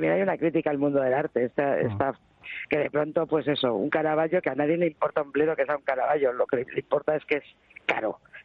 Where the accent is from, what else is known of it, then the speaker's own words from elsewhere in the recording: Spain; Somos así los españoles.